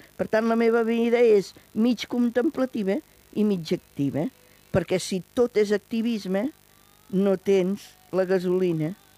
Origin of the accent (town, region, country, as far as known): Reus, Catalonia, Spain